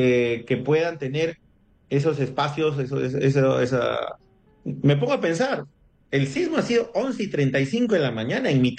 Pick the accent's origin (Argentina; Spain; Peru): Peru; Lima